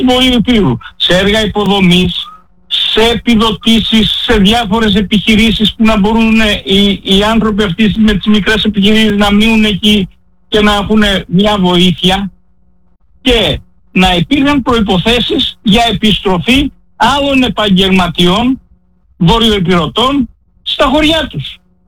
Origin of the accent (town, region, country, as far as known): Albania; moved away